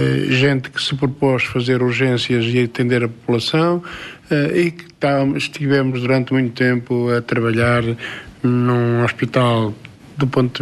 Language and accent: Portuguese; Aveiro, Centro, Portugal; born there; also born or lived in Porto; now in Amarante, Portugal; eu nasci em Aveiro, vivi no Porto até 1988, na faculdade, fui trabalhei no Santo António, vim para aqui